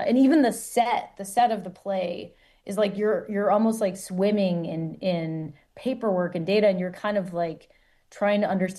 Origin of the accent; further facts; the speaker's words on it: Michigan, United States; growing up in Michigan, I was born in 1979, grew up in the 80s. It was a union place.